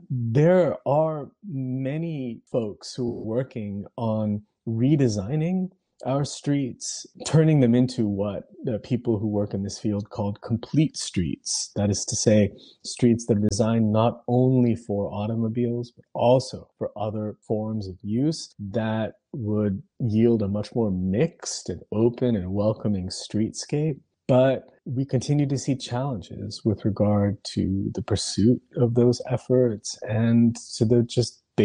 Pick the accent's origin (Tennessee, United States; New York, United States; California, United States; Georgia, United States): California, United States; I grew up in California.